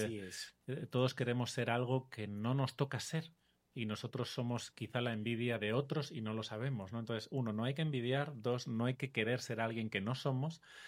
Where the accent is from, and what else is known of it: Barcelona, Catalonia, Spain; born there